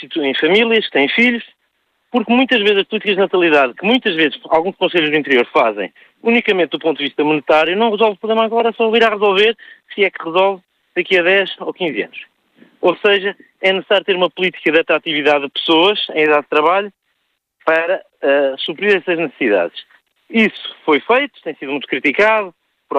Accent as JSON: {"language": "Portuguese", "country": "Portugal"}